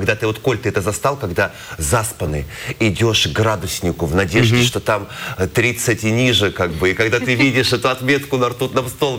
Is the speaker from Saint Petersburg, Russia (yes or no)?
no; Langepas, Khanty-Mansi Autonomous Okrug, Russia; Ну, я коренной югорчанин, я родился в Лангепасе, всю жизнь живу в Югре